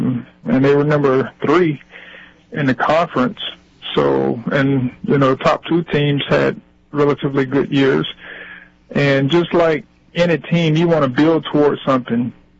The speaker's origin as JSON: {"language": "English", "town": "Thomasville", "region": "Georgia", "country": "United States", "moved": "yes", "said": "I'm from Thomasville, Georgia"}